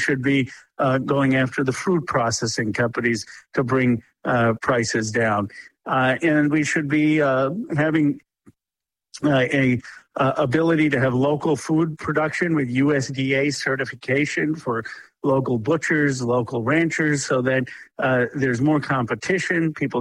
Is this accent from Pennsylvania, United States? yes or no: yes; Pennsylvania, United States; That used to be the American dream when I was growing up in Bucks County, Pennsylvania.